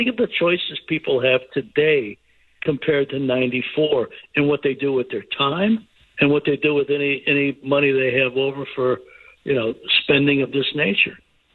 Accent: Chicago, Illinois, United States; They've been special since I was a little kid, growing up in Chicago.

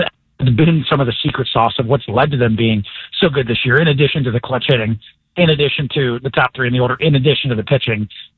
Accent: Miami, Florida, United States; Keep in mind, I am from Miami.

